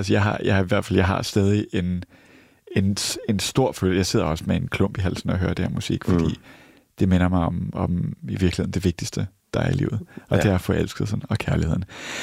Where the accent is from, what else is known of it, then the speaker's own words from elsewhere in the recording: Sydney, New South Wales, Australia; den forstad til Sydney, jeg boede i, Greenwich, hjemme i Australien